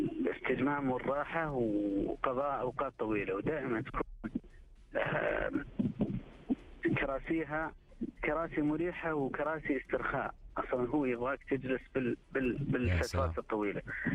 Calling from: Riyadh, Riyadh Province, Saudi Arabia; من الرياض.

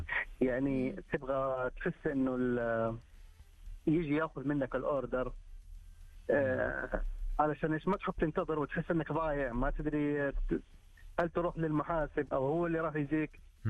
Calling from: Jeddah, Makkah Province, Saudi Arabia

